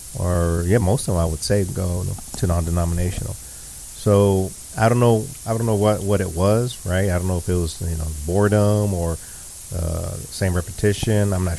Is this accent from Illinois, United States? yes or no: no; Mission, Texas, United States; I grew up in South Texas, also in Mission specifically, and we had church with us always. So the majority of my family, I want to say 99%, are Catholic, right? Cradle Catholic.